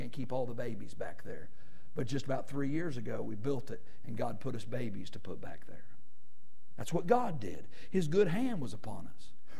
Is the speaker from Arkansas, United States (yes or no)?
yes; Arkansas, United States; I'm from Arkansas and I can't pronounce them